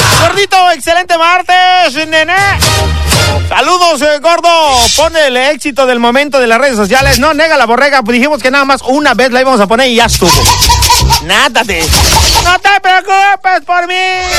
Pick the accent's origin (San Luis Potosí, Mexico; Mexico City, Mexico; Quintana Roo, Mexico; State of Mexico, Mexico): Quintana Roo, Mexico; Cozumel; Soy de Cozumel, gordo. Y donde yo vivo casi no nos llega la señal.